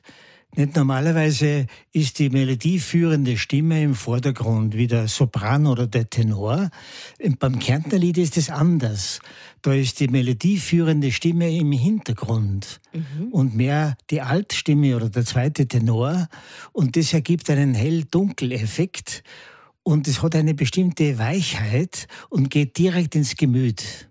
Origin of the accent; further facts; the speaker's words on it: Tamsweg, Salzburg, Austria; born there; moved away as an adult; now in Salzburg, Austria; Gebürtiger Damsweger, ganz in der Nähe.